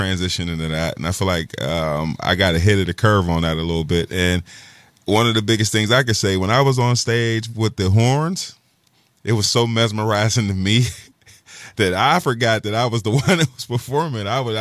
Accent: McKeesport, Pennsylvania, United States; I grew up right here in McKeesport. Early, younger, I was in Harrison Village. Then I moved all the way around. I was in Crawford Village, and I was on top of the hill. So I'm still a resident of McKeesport.

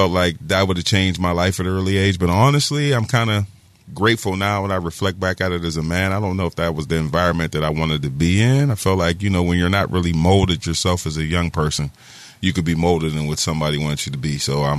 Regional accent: McKeesport, Pennsylvania, United States; I grew up right here in McKeesport. Early, younger, I was in Harrison Village. Then I moved all the way around. I was in Crawford Village

